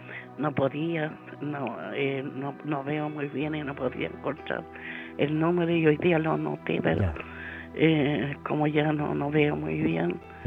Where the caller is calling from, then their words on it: Hualpén, Biobío, Chile; Yo llamo aquí de Hualpén